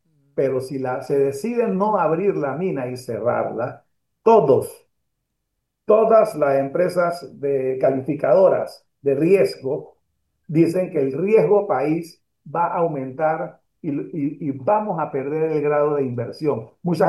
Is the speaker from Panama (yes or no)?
yes; Panama